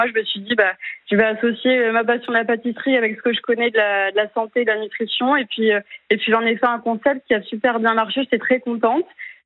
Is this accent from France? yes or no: yes; Saint-Pierre, Réunion, France; also born or lived in Toulouse; now in Montpellier, France; Non, parce que moi je suis née à Toulouse, mais par contre j'ai grandi 20 ans à La Réunion.